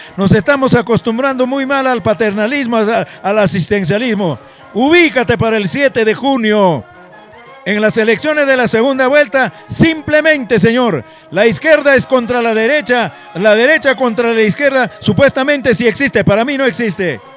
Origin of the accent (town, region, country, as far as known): Ancash, Peru